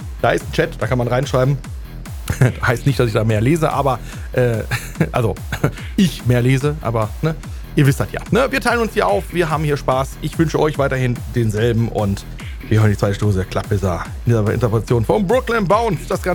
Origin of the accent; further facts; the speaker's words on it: Castrop-Rauxel, North Rhine-Westphalia, Germany; Ja, schöne Grüße an den Jens in meine alte Heimat. Castrop.